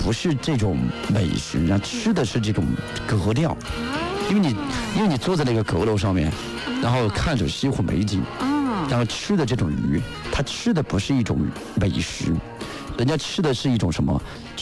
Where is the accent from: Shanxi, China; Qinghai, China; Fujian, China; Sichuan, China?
Sichuan, China; 咱们四川是不可能清淡的